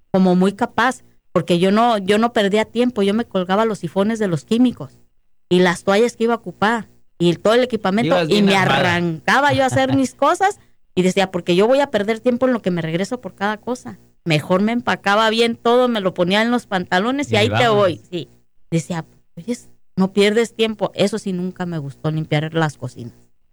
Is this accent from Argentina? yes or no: no; Mexico; moved away as an adult; es muy diferente la vida de que yo crecí en México a lo que vienes aquí.